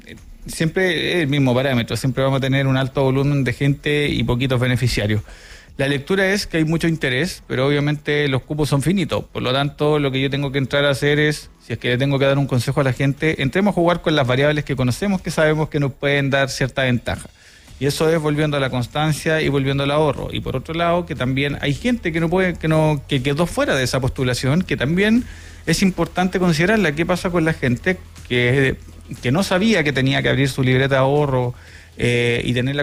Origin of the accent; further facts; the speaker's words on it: Chile; Todos como chilenos